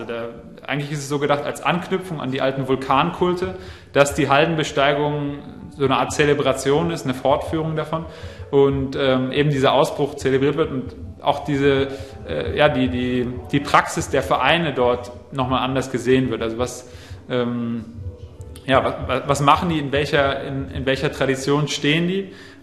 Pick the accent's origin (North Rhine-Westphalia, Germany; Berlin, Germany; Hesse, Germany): Hesse, Germany; Marburg